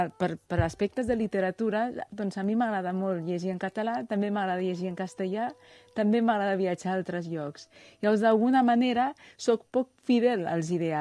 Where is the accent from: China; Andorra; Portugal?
China; Suzhou, Jiangsu; also born or lived in Shanghai; now in Barcelona, Spain; nosaltres, que som del sud, de Suzhou, i amb la qual cosa anex a Shanghai, som molt minoritaris.